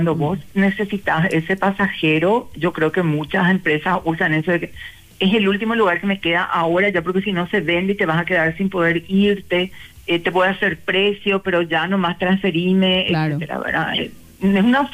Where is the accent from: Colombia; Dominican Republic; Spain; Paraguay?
Paraguay; Asunción; en Asunción nos conocemos todos